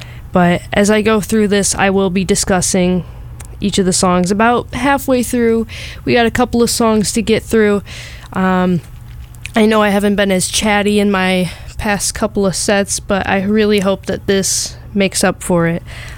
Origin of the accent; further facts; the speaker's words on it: Buffalo, New York, United States; my hometown, Buffalo, New York.